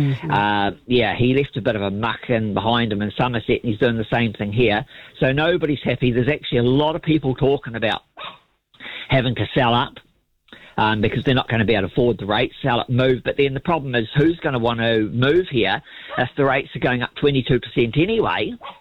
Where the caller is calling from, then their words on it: Oamaru, Otago, New Zealand; I'm from Oamaru, so we're paying in the Waitaki District Council rates.